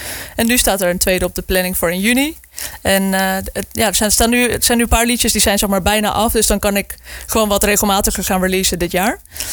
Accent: Amsterdam, North Holland, Netherlands; Ik kom zelf uit Amsterdam.

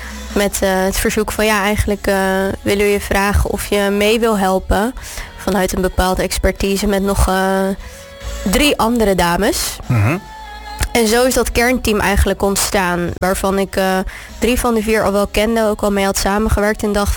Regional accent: Capelle aan den IJssel, South Holland, Netherlands; Ik kom uit Capelle aan den IJssel, dus niet uit Krimpen. Mijn vader is … … uit Huizen.

